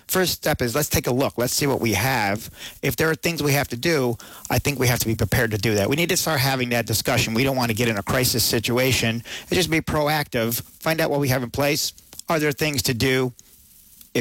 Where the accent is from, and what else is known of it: Rotterdam, New York, United States; born or raised there